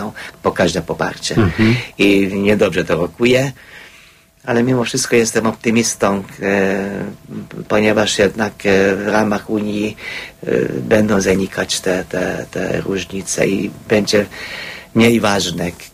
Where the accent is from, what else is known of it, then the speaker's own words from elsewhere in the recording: Hungary; Polish is a second language; powiedziałem, że no, pochodzę z Węgier.